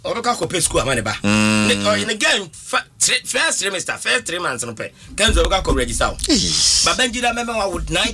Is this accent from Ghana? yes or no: yes; Ghana; I'm a Ghanaian, I'll go back to my country.